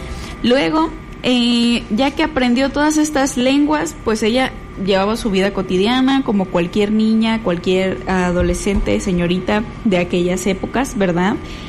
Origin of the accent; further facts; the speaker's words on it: Mexico; tu realidad es México, ¿no? O sea, es el país que habitamos, aquí es donde nos tocó nacer, donde nuestra patria nos abraza y pues a pesar de todas las cosas, al final de cuentas somos mexicanos